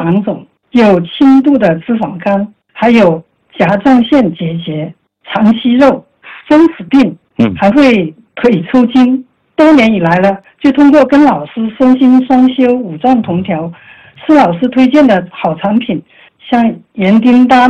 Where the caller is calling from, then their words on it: Shenzhen, Guangdong, China; 我来自广东深圳